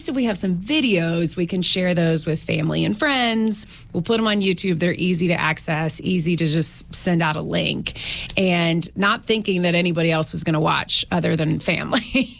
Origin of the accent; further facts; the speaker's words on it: Marion, Virginia, United States; I'm from Marion, born and raised.